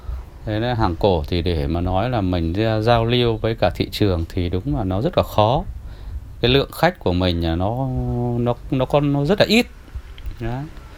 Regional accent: Hanoi, Vietnam; born there

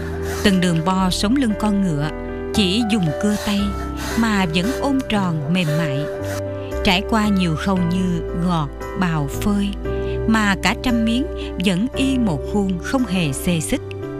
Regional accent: An Giang, Vietnam; Tôi được sinh ra ở vùng Chợ Mới, An Giang.

